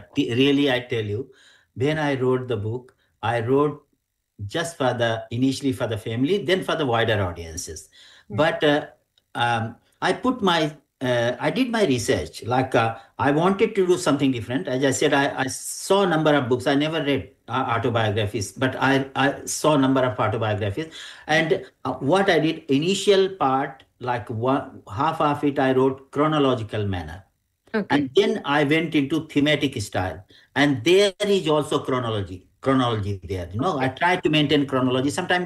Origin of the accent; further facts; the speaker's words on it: India; now in Adelaide, Australia; when we come from especially from India